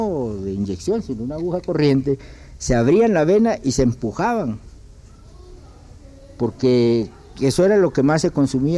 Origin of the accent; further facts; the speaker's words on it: Mexico; quiero decir que el lenguaje nuestro como pueblo mexicano sea un lenguaje pobre.